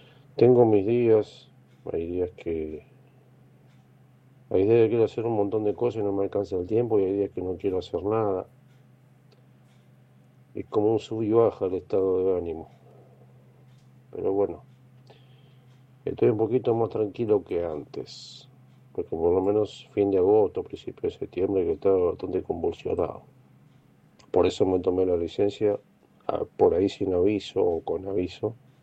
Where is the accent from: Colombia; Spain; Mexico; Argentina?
Argentina; Buenos Aires; Nunca viví en otra provincia argentina, aclaro. Siempre viví en Buenos Aires, en la parte urbana, en lo que sería el área metropolitana, no en capital.